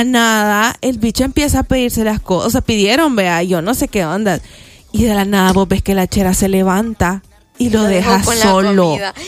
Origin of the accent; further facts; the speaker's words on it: El Salvador; uno como salvadoreño